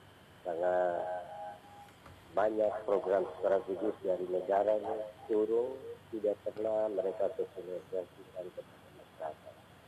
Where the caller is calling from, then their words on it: Papua, Indonesia; kami orang Papua